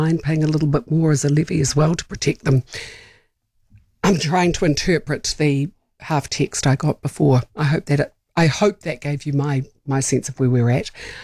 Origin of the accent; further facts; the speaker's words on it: New Zealand; our legacy as New Zealanders